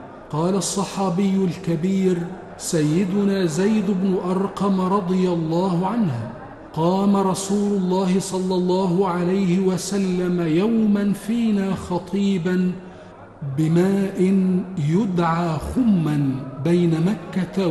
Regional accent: Egypt; بلادنا مصر

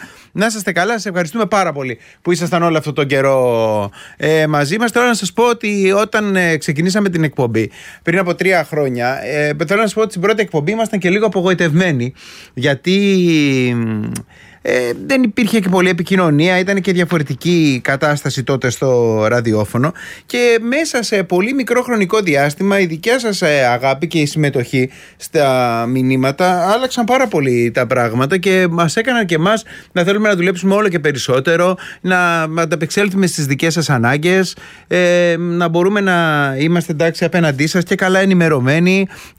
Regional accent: Attica, Greece; γιατί εγώ είμαι και λίγο από τα Μεσόγεια και ξέρετε κάτι, όταν μπαίνω σε ένα σπίτι και πάω και ένα γλυκό, θέλω να με κεράσουν και κάτι.

